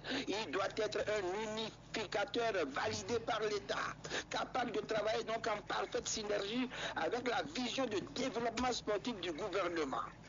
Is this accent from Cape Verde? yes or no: no; Benin; Nous sommes des Béninois.